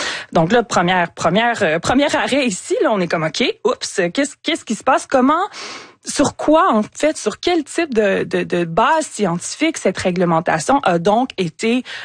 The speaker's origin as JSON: {"language": "French", "country": "Canada", "said": "giga, méga événement planétaire qui va se tenir pour la première fois entre trois pays cette année, dont chez nous, au Canada."}